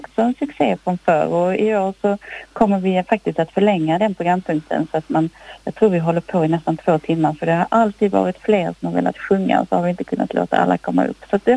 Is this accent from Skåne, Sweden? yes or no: yes; Malmö, Skåne, Sweden; jag är ju Malmöbo, bott här hela mitt liv